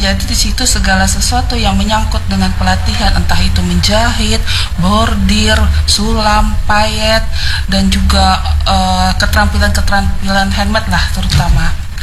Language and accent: Indonesian; Samarinda, East Kalimantan, Indonesia; Asli, bapak saya Kutai, mama saya, tapi mama saya sih dari Banjarmasin, tapi bapak saya orang Kutai, seperti itu.